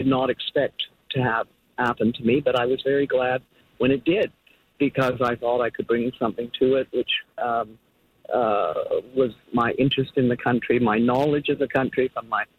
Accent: Ottawa, Ontario, Canada; I grew up in Ottawa, where, you know, Rideau Hall is located.

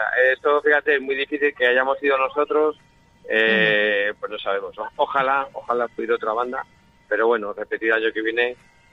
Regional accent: Guadarrama, Community of Madrid, Spain; como representante de Asturias y de mi pueblo, de Guadarrama, o de incluso de toda la sierra en general

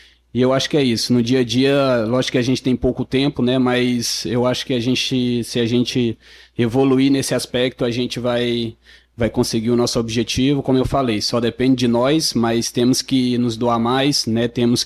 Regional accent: Sobral, Ceará, Brazil; born or raised there; also born or lived in Rio de Janeiro

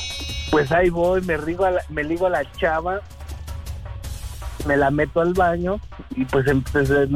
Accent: Hidalgo, Mexico; now in Mexico City, Mexico; Yo soy originario de Hidalgo.

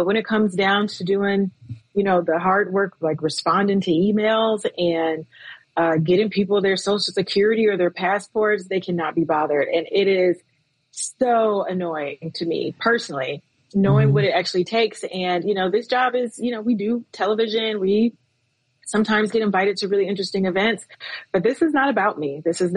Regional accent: Akron, Ohio, United States; I am born and raised in Akron, Ohio.

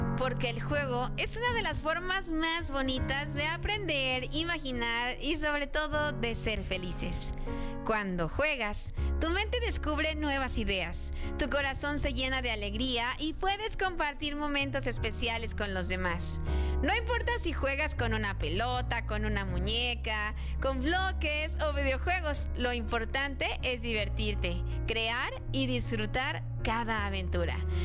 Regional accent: Mexico; Ganador, por supuesto, porque somos mexicanos y nos sentimos completamente ganadores.

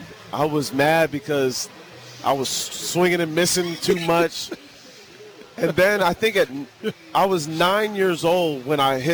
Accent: San Diego, California, United States; I was playing with Bruce Bochy's son, Brett Bochy, growing up in San Diego.

